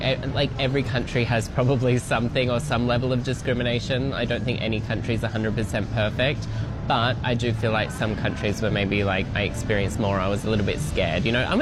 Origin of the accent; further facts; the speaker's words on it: Australia; moved away as an adult; now in Thailand; I'm from Australia and I have been living in Thailand for 1 year now.